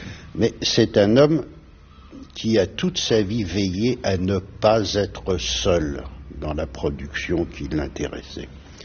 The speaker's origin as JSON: {"language": "French", "town": "Paris", "region": "Île-de-France", "country": "France", "said": "parce que moi, je suis parisien"}